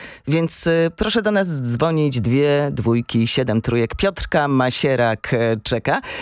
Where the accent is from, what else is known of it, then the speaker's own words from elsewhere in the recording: Kutno, Łódź Voivodeship, Poland; jestem z Kutna